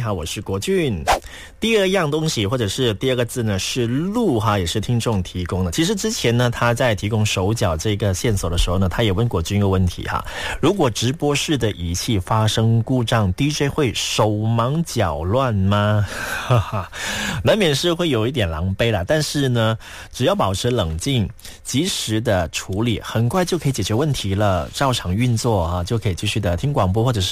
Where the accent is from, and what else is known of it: Malaysia